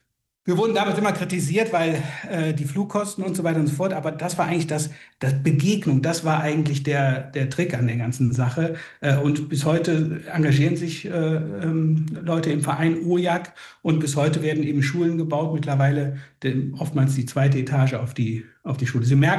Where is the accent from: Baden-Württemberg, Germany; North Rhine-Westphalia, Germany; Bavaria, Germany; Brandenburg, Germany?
North Rhine-Westphalia, Germany; Na, ich komme eigentlich aus dem Erzbistum Paderborn. Das Siegerland gehört zu Paderborn, aber Paderborn liegt 200 Kilometer von Siegen entfernt.